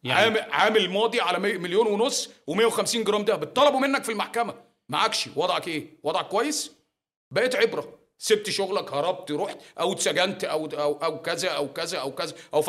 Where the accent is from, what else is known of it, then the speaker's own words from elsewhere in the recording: Alexandria, Alexandria Governorate, Egypt; accent: Alexandrian; أنا لهجتي كاسكندراني غير لهجة البورسعيدي